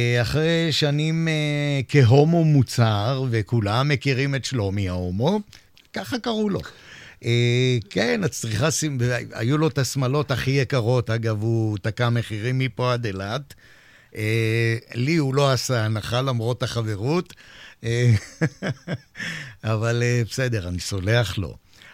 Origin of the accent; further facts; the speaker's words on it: Holon, Tel Aviv District, Israel; moved away as an adult; also born or lived in Bat Yam; הייתי חולוני בת ימי כזה, נולדתי כמובן, גרתי בחולון רוב שנות חיי עד שעברתי לכאן